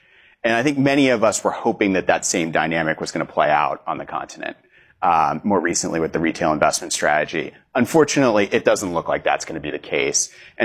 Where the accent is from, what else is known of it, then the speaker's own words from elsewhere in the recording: United States; accent: American; moved away as an adult; now in London, United Kingdom; so you can tell from my accent, obviously I'm American, but transplanted to London 2 years ago to lead Vanguard's European business.